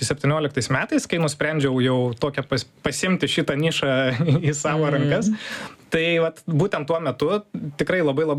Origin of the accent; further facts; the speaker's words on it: Panevėžys, Panevėžys County, Lithuania; moved away as an adult; Tai aš pats esu iš Aukštaitijos sostinės, iš Panevėžio, ten gimiau, augau ir praleidau 19 metų.